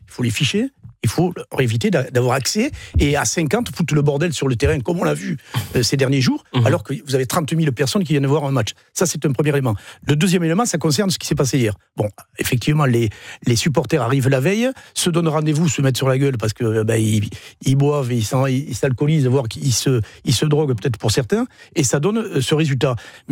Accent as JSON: {"language": "French", "town": "Perpignan", "region": "Occitanie", "country": "France", "said": "Et vraiment du Sud. Hein. C'est originaire de Perpignan."}